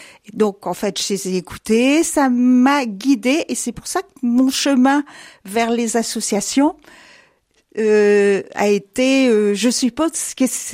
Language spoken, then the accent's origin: French; Chaumont-en-Vexin, Hauts-de-France, France; born there; Alors, je suis née dans l'Oise, à Chaumont-en-Vexin, exactement.